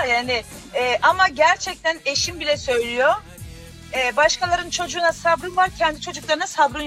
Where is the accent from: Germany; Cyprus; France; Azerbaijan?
France; Turkish is a second language; now in Istanbul, Turkey; Fransa'da doğdum büyüdüm. Çift vatandaşlığım var ama Türkiye gibisi yok.